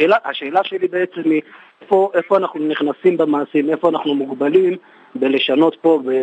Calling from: Tel Aviv, Tel Aviv District, Israel; אני כרגע מתל אביב.

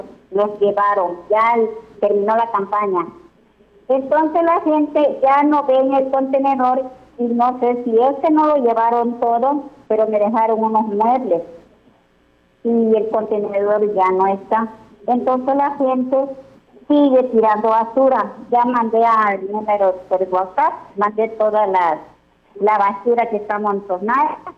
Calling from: Yucatán, Mexico; de la Nueva Cocultán.

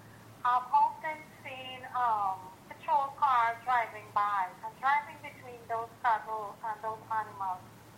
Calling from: Istanbul, Turkey; I'm calling from Istanbul.

